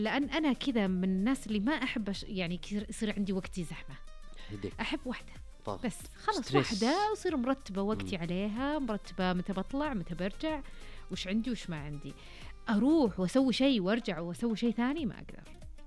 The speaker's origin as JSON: {"language": "Arabic", "region": "southern Saudi Arabia", "country": "Saudi Arabia", "tie": "born or raised there", "said": "أنا أتكلم عن ديرتي منطقتي عشان أروح من محافظة لمحافظة راح نص اليوم"}